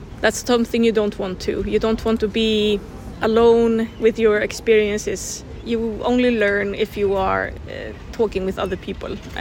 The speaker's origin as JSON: {"language": "English", "town": "Reykjavik", "region": "Capital Region", "country": "Iceland", "said": "I'm from Reykjavik, Iceland."}